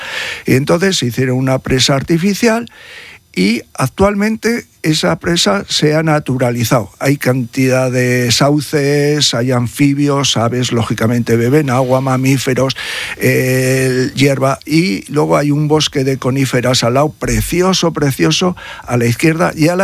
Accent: Vitoria-Gasteiz, Basque Country, Spain; soy de Vitoria, de Álava

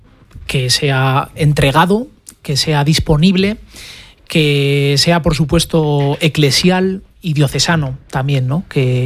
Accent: Tafalla, Navarre, Spain; Sí, y ha sido, claro, somos dos de Tafalla, entonces ha sido

